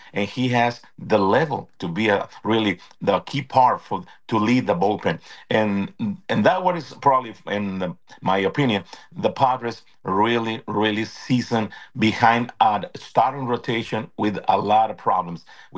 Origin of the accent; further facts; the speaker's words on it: Tijuana, Baja California, Mexico; now in San Diego, United States; I'm originally from Tijuana